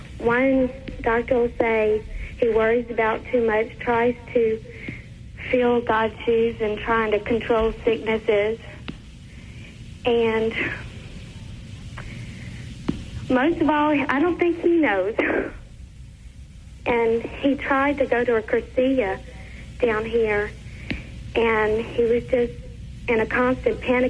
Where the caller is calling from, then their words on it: Lake Charles, Louisiana, United States; Lake Charles.